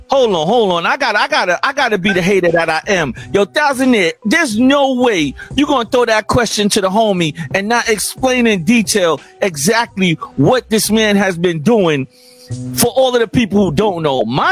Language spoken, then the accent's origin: English; New York, United States; I'm from New York